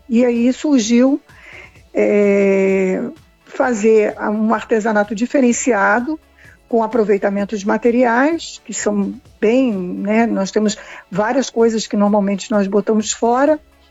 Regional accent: Rio de Janeiro, Brazil; moved away as an adult; now in São Pedro da Aldeia, Brazil; Eu sou do Rio de Janeiro, mas aí eu optei vir para o Paraíso.

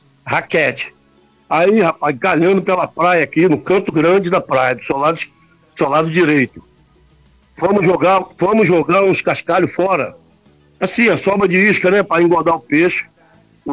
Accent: Arraial do Cabo, Rio de Janeiro, Brazil; desde que nasci, estou aqui, na prainha.

